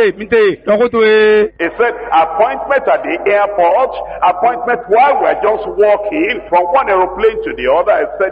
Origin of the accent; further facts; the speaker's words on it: Lagos, Nigeria; moved away; And then I moved from Lagos and I got to France.